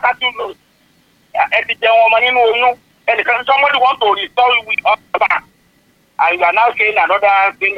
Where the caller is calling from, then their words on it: Ibadan, Oyo, Nigeria; from Ibadan.